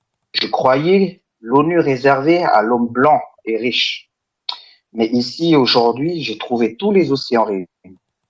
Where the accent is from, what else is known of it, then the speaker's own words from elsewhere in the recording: Lifou, Loyalty Islands Province, New Caledonia; also born or lived in Nouméa, New Caledonia; Je viens de la tribu de Hanawa, à Lifou, en Kanaky, Nouvelle-Calédonie. Étudiant, j'ai vécu à Rivière-Salée, à Nouméa, dans le quartier qu'on appelle le 125.